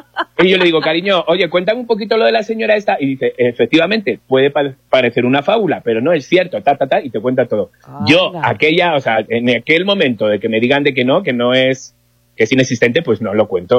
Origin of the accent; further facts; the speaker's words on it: Catemaco, Veracruz, Mexico; Pues voy porque soy de rey del Pride, de Catemaco.